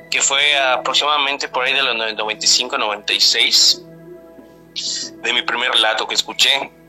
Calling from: Mérida, Yucatán, Mexico; de Mérida, Yucatán.

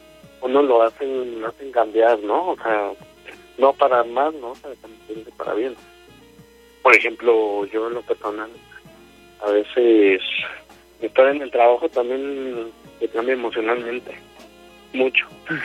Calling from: Ecatepec, State of Mexico, Mexico; yo trabajo por la Ciudad de México, yo soy del Estado de México, de aquí de Catepec.

